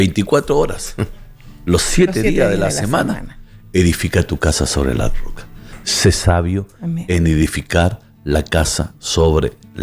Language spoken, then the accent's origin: Spanish; Chile; Nosotros decimos aquí en Chile, para decir 24-7 es siempre.